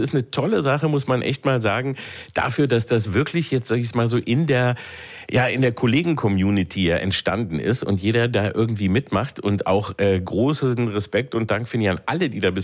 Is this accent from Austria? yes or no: no; Peine, Lower Saxony, Germany; ich bin in Peine aufgewachsen